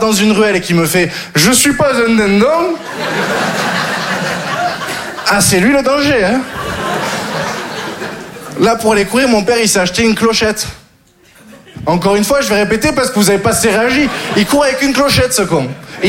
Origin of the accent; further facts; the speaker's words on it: Occitanie, France; Je viens du sud, j'ai grandi dans le Gard.